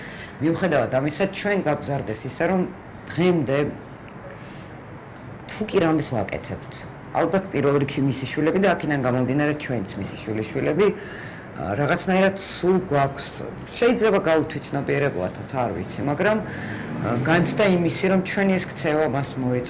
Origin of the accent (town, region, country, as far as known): Tbilisi, Georgia; born or raised there